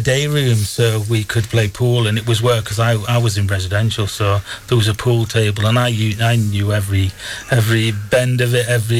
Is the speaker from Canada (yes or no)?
no; London, United Kingdom; born there; Well, it says in it that I was from London, and I was born in London. My mum went there for a night and to the theatre and fell and went into labour.